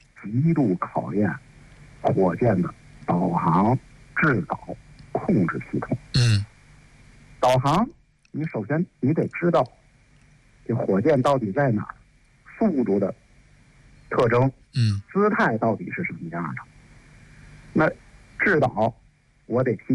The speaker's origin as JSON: {"language": "Chinese", "country": "China", "said": "两种路径，那我们中国人尝试了第三种技术路径，"}